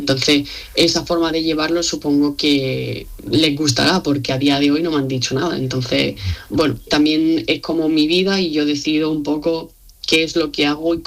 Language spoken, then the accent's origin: Spanish; Marbella, Andalusia, Spain; Yo soy de Marbella, ciudad a pueblo, depende de cómo se mire, y es pequeño, tiene 150.000 habitantes con respecto a otras ciudades